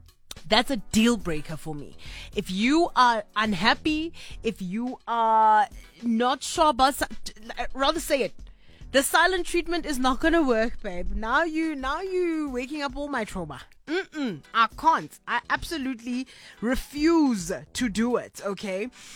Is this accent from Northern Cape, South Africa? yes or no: yes; Kimberley, Northern Cape, South Africa; I'm actually also from Kimberley